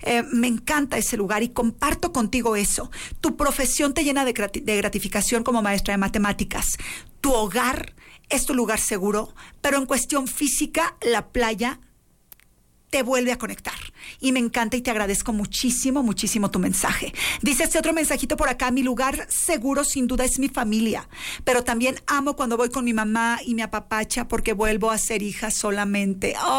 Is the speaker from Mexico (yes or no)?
yes; Nuevo Laredo, Tamaulipas, Mexico; born there; now in Coahuila, Mexico; Soy de Nuevo Laredo, Tamaulipas, ustedes ya saben, y así me aceptaron y así me quieren. Arriba Tamaulipas también. Y arriba Coahuila, por supuesto, porque soy coahuilense ya por millones de años, soy dinosaurio de Tamaulipas. Aquí me encanta porque vine a florecer a Coahuila.